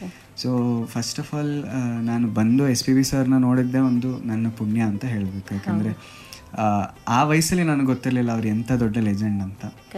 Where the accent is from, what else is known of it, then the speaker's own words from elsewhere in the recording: Mangalore, Karnataka, India; ನಾನು ಮೂಲತಃ ಮಂಗಳೂರಿನವನು.